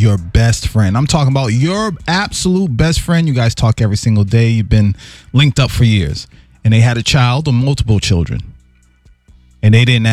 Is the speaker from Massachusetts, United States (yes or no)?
yes; Boston, Massachusetts, United States; So growing up in Boston